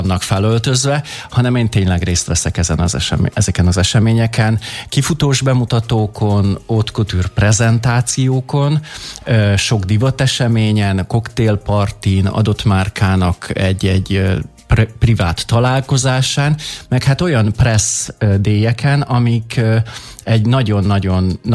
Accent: Hungary; egyetlen magyarként veszek részt

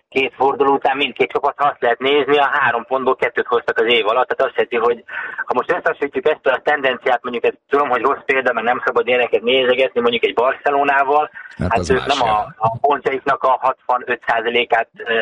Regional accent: Zalaegerszeg, Zala, Hungary; born there; Ugye én Zalaegerszegen születtem.

